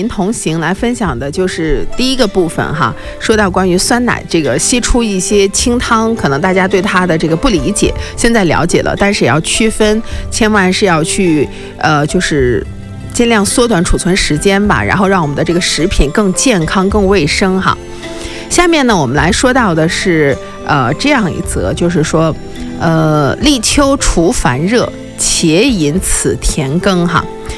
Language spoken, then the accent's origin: Chinese; China